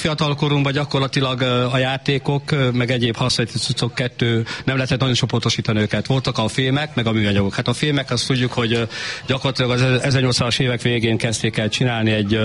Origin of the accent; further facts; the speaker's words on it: Hungary; én faluról származom, Arásznevelről, az néphagyomány volt